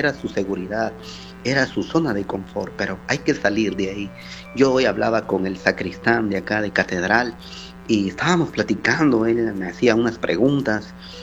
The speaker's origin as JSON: {"language": "Spanish", "town": "Salamá", "region": "Baja Verapaz", "country": "Guatemala", "said": "soy el padre, soy de Salamá, y algo bueno tuvo que salir de Salamá."}